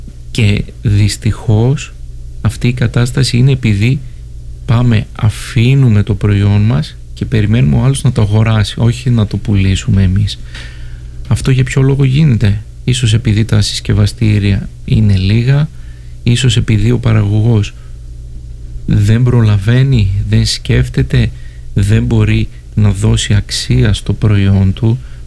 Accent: Greece; σαν Έλληνες

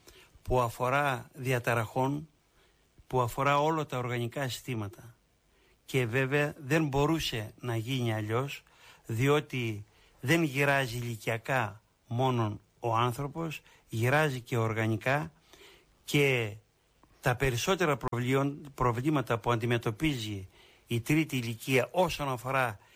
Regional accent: Thessaly, Greece; στο χωριό μου, σε ένα ορεινό χωριό της Καρδίτσας

